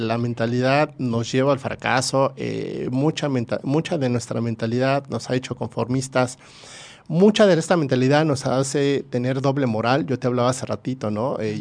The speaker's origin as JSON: {"language": "Spanish", "country": "Mexico", "said": "somos mexicanos"}